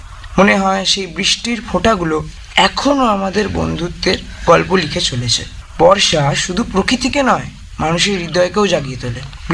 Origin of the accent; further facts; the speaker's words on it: Bagnan, West Bengal, India; Sir, আমি Ramakrishna mission পুরুলিয়ার ছাত্র এবং আমি হাওড়া জেলার বাগনান থেকে এসেছি।